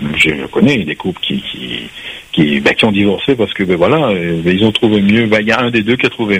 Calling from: Saint-Denis, Réunion; Je suis de Saint-Denis.

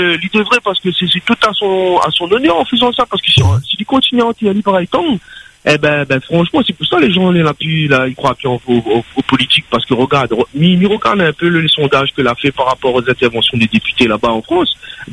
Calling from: Réunion; nous, en tant que réunionnais

